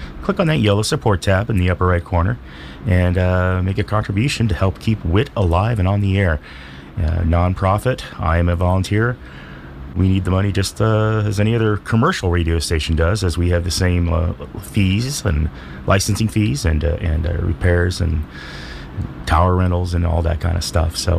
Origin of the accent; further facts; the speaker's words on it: United States